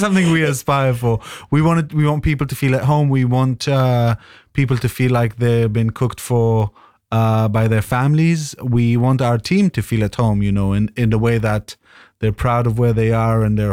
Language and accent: English; Israel; moved away; we're both from Israel